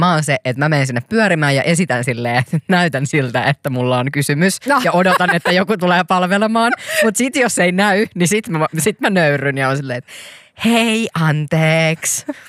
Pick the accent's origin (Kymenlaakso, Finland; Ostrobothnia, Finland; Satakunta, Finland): Satakunta, Finland; Pori; mä oon Porista.